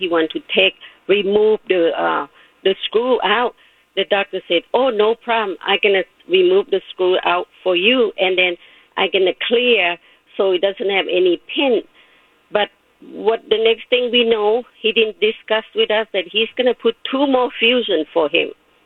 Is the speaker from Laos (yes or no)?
yes; Laos; English is a second language; I came from Laos.